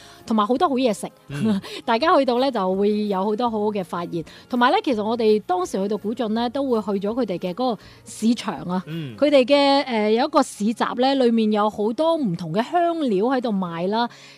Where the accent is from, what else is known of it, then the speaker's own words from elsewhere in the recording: Guangzhou, Guangdong, China; accent: Cantonese; 翻譯成呢我們廣州話就叫做乾撈麵